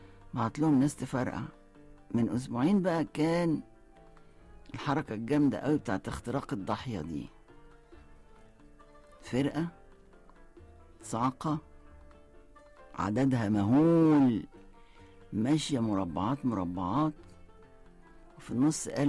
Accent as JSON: {"language": "Arabic", "country": "Egypt"}